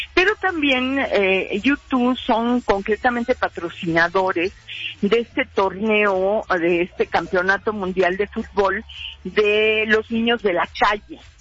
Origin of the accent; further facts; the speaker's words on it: Mexico; Pues así somos los mexicanos, ¿no? Así somos en México, somos cálidos, abrimos la puerta, abrimos el corazón